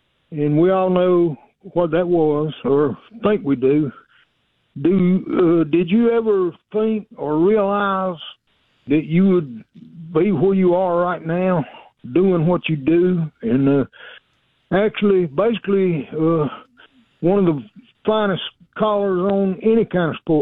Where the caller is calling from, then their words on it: South Carolina, United States; I'm calling from South Kakalaki